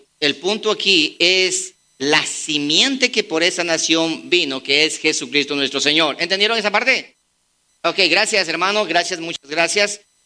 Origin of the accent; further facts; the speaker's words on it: Ecuador; Somos ecuatorianos, nosotros. Sí, como territorialmente hablando, pero nosotros pertenecemos a la patria celestial.